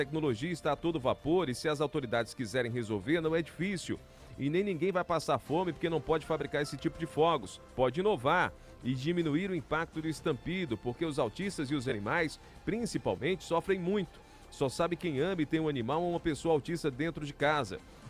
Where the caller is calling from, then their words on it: Garanhuns, Pernambuco, Brazil; Bom dia, sou de Garanhuns … Falo aqui da Coab 2.